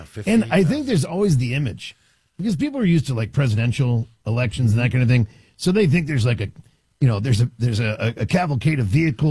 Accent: Washington, District of Columbia, United States; moved away as an adult; now in Wisconsin, United States; when I moved here, I got here almost 20 years ago. And I remember, because I grew up in Washington, D.C.

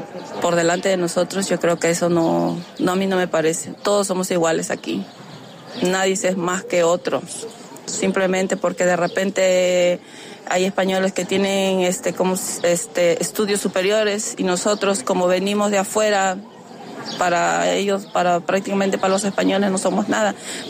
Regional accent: Peru; moved away as an adult; now in Spain; me vine a España por un tema de... Allá en mi país, en Perú, hay mucha extorsión.

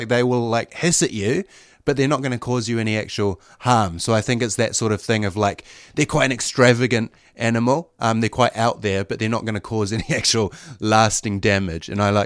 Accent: New Zealand; I am from New Zealand.

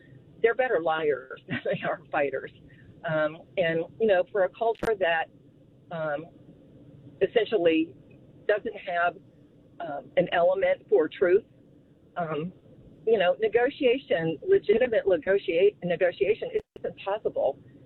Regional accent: United States; as an American citizen, to have the president going, oh, yeah, yeah, you know, let's get along.

